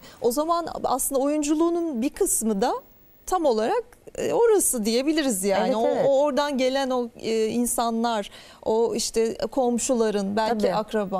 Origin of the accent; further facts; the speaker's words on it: Ankara, Turkey; Ankaralıyım.